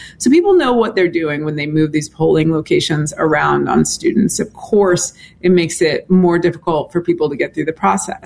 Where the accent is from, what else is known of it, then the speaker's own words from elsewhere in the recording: Indianapolis, Indiana, United States; That is correct. I'm from Indianapolis, Indiana.